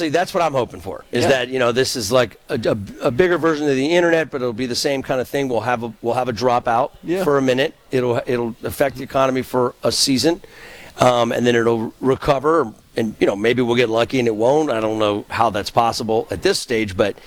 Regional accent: Louisiana, United States; and I mean, no offense, I'm from Louisiana, so, you know, we're a little probably more south than that.

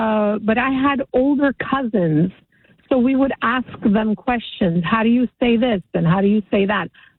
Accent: Quebec, Canada; first language Sicilian; English is a second language; because I was born and raised in Canada, I learned how to speak French because I live in Quebec. I'm from Quebec. So we had to learn how to speak English and French.

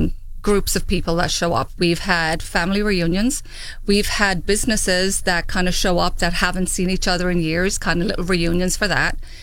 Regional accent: Ireland; moved away; I'm from Ireland, so the idea actually came from there. Small town, 3,500 people

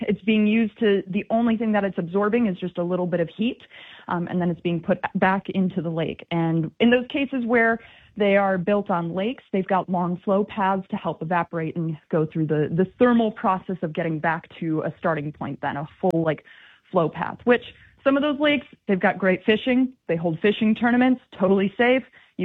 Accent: Wisconsin, United States; now in Delaware, United States; Unfortunately, I grew up in Wisconsin. I live out in Delaware now

